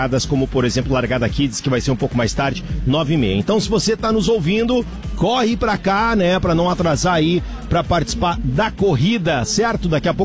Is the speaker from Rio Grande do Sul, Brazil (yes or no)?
yes; Santa Cruz do Sul, Rio Grande do Sul, Brazil; Eu, por exemplo, sou de Santa Cruz do Sul.